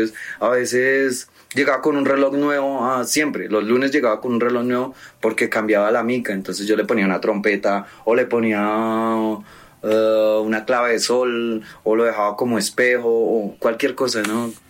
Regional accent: Colombia; born there; una banda municipal con la que yo jugaba cuando niño en San Pedro.

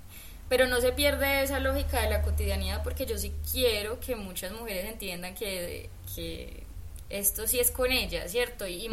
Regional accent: Medellín, Antioquia, Colombia; born or raised there

